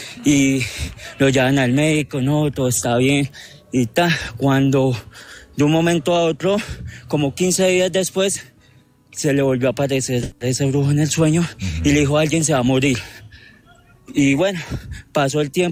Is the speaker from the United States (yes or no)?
no; Espinal, Tolima, Colombia; yo me crié en el Espinal Tolima